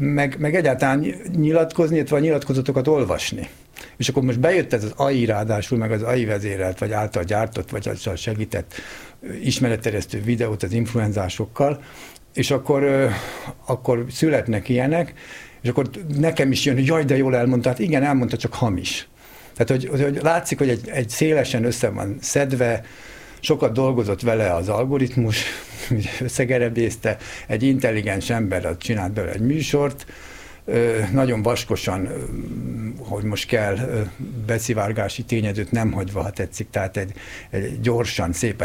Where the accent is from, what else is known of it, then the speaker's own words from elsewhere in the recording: Jász-Nagykun-Szolnok, Hungary; Én a Tisza ártéren nőttem föl, úgymond Szolnok alatt